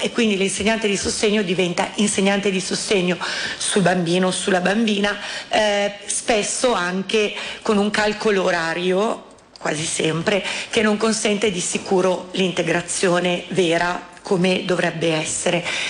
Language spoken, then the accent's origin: Italian; Lombardy, Italy; io sono lombarda